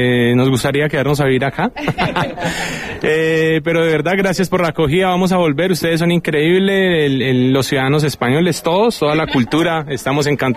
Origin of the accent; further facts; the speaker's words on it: Tunja, Boyacá, Colombia; de Tunja, Boyacá, Colombia.